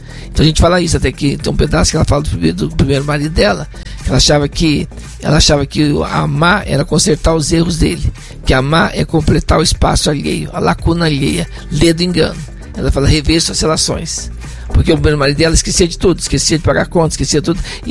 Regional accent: Poços de Caldas, Minas Gerais, Brazil; moved away as an adult; also born or lived in São Paulo; Eu fui criado em Posto de Caldas dos 8 anos em diante.

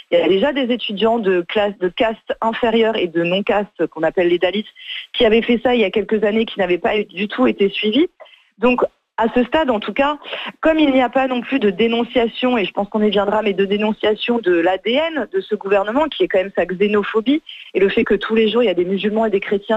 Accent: France; en plus moi je suis française

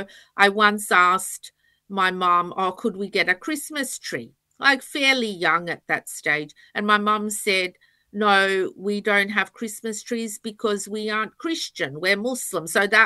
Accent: Sydney, New South Wales, Australia; This is my home. This is where, I've grown up. This is where my family live. This is where I've been educated. This is where I work. I'm Australian.

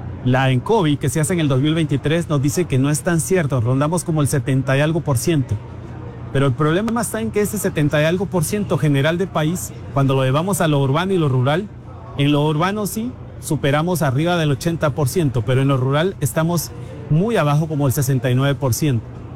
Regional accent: San Agustín Acasaguastlán, El Progreso, Guatemala; Personalmente soy de San Agustín, Casaguastlán, entonces hablábamos del Prodeso, Zacapa, Chiquimula.

